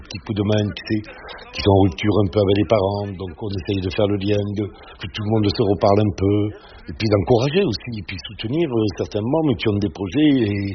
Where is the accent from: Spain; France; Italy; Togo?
France; Grenade-sur-Garonne, Occitanie; accent: Grenade-sur-Garonne; now in Saint-Malo, France; alors mon accent, non, il n'est pas tout à fait de Saint-Malo, il est d'un côté aussi sympa, qui s'appelle Grenade-sur-Garonne, d'où le côté un peu explosif du personnage.